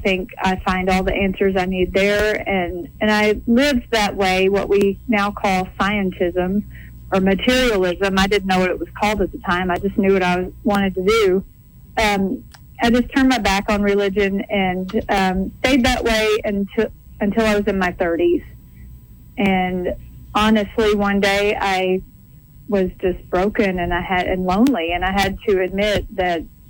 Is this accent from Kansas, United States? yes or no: no; Texas, United States; No, I grew up in Texas. You can probably hear that a little bit in my voice. I grew up in Texas Baptist